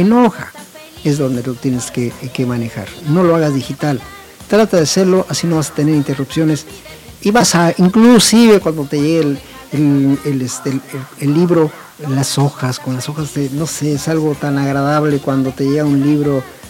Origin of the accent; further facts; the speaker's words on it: Mexico; para nosotros como mexicanos